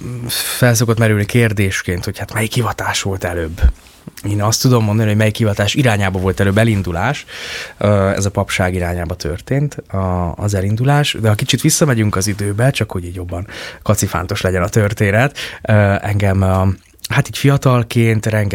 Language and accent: Hungarian; Sopron, Győr-Moson-Sopron, Hungary; én soproni vagyok, úgy ott a határa